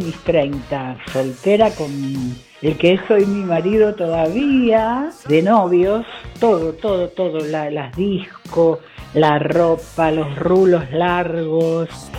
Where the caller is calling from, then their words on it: Wilde, Buenos Aires Province, Argentina; de Wilde.